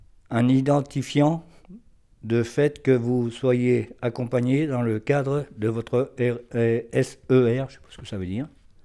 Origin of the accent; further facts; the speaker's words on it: Poissy, Île-de-France, France; born there; now in Brioude, France; Alors je suis né le 14-01-63 à Poissy dans les Yvelines.